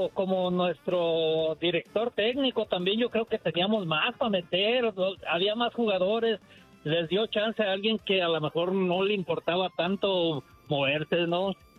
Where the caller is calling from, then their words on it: Denver, Colorado, United States; De Denver, Colorado.